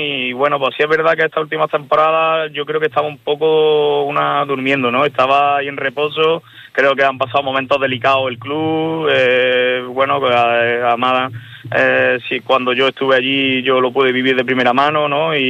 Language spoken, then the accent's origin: Spanish; Andalusia, Spain; Sí, bueno, yo realmente, yo soy cordobés, ¿eh?